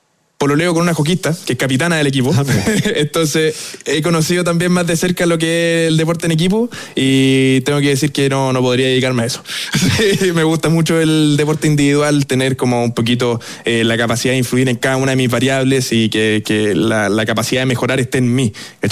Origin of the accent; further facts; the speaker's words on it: Santiago, Santiago Metropolitan Region, Chile; no hay nada como la casa acá en Chile, en Santiago